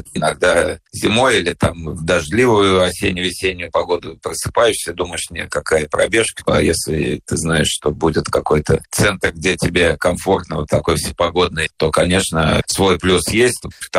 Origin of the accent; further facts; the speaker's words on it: Moscow, Russia; Я сам вырос, например, в Олимпийской деревне, такой замечательный район Москвы, где, собственно, жили спортсмены во время Олимпийских игр 1980 года.